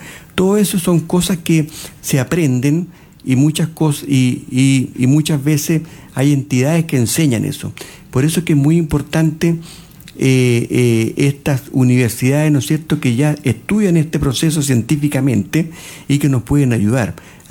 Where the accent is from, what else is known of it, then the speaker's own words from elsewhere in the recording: Santiago, Santiago Metropolitan Region, Chile; now in Cauquenes, Chile; Yo soy santiaguino